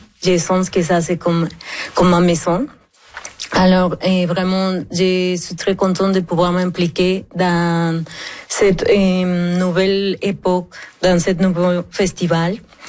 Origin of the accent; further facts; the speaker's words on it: Mexico; French is a second language; moved away as an adult; now in Sept-Îles, Canada; Oui, je suis originaire du Mexique.